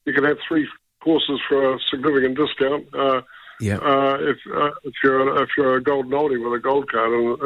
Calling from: Wellington, New Zealand; Oh, good evening, Roman. I'm calling from Wellington, and just about the Cobb & Co. issue.

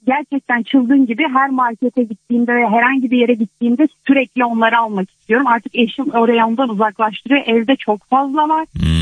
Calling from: Tekirdağ, Turkey; Ben şu an İstanbul'dayım ama normalde Tekirdağ'dayım. Sık sık iş için gelip gidiyorum.

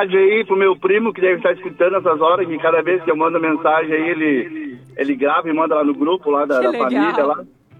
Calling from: Porto Alegre, Rio Grande do Sul, Brazil; Eu moro aqui perto de vocês, aqui em Santa Teresa

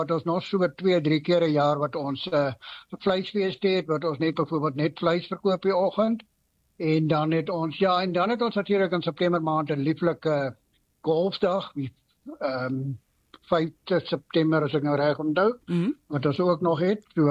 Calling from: Zastron, Free State, South Africa; ek is van Zatron in die Suid-Vrystaat, op die voet van die Aalgroeberg, so 200 km suid van Bloemfontein.

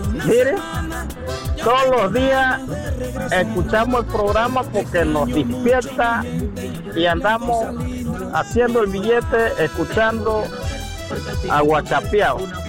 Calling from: Soná, Veraguas, Panama; Las mujeres de mi tierra, eso es lo máximo. De allá abajo, de Soná, del Tigre, San Lorenzo, de todos los pueblos en Soná.

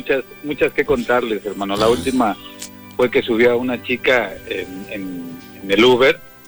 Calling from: Querétaro, Mexico; ahorita estoy en Querétaro

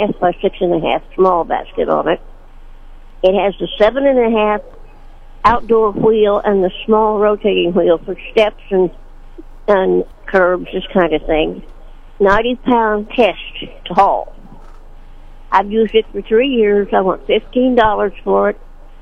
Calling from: Sedalia, Missouri, United States; I'm calling from Sedalia.

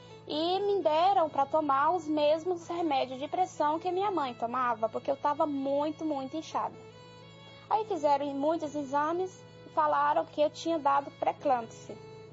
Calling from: Santo Antônio do Itambé, Minas Gerais, Brazil; Sou de Santo Antônio do Itambé, Minas Gerais.

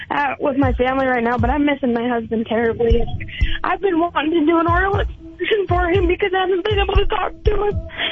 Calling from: Milton-Freewater, Oregon, United States; I'm actually calling from Mountain Free Water, Oregon right now, and my husband is in Ontario, Oregon.

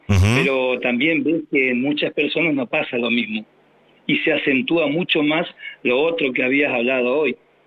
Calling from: Goya, Corrientes, Argentina; Soy de Goya, la provincia de Corrientes. Tengo 53 años.

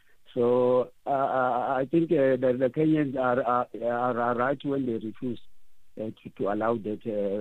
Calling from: Cato Ridge, KwaZulu-Natal, South Africa

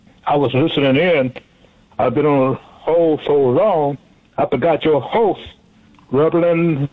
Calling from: Milwaukee, Wisconsin, United States

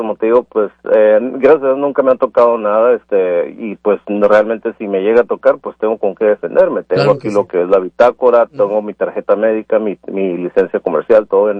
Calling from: Vancouver, Washington, United States; Pues yo vivo en Vancouver, Washington, pero pues trabajo en Portland, tengo mis amigos en Portland

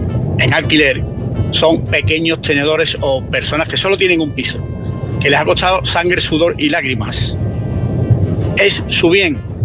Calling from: Seville, Andalusia, Spain; de Sevilla.

